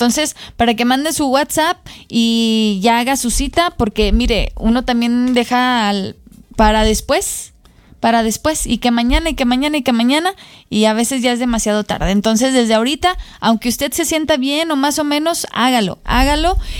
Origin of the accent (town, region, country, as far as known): Mexico